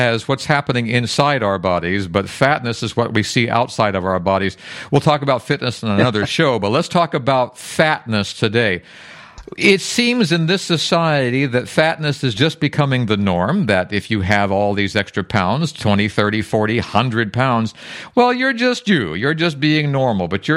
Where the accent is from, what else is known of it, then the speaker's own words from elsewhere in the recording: West Virginia, United States; and I'm from West Virginia, and not so much.